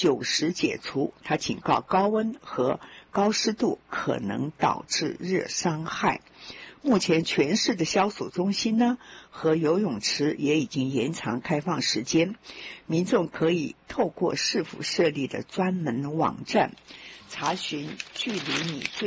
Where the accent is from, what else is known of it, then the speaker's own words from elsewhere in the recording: China; 所以我觉得我们中国人还是蛮智慧的哦，有土是有财